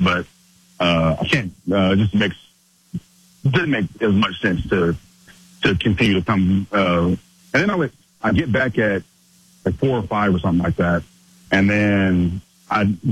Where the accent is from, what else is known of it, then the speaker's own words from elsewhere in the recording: Oklahoma City, Oklahoma, United States; I told him I was from Oklahoma City